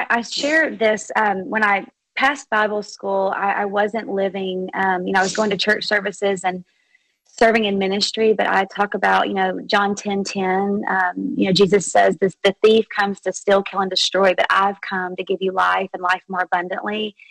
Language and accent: English; Arkansas, United States; now in Dallas, United States; So backstory on me, Brenda, is I'm from Arkansas, you know, born and raised, as you know. I'm living in the Dallas now, but was raised in a great minister's home. So I was raised in Arkansas up until the age of 18.